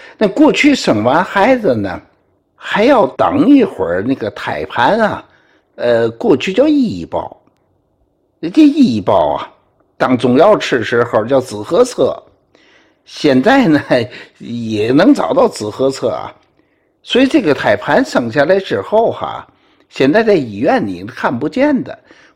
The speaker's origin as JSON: {"language": "Chinese", "region": "Tianjin", "country": "China"}